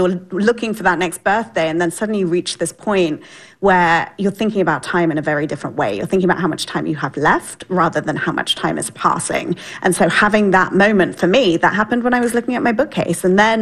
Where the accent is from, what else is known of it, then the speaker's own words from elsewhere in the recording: United Kingdom; also born or lived in United States; I'm British, so in the UK, you want to be 18 so you can go and have a drink.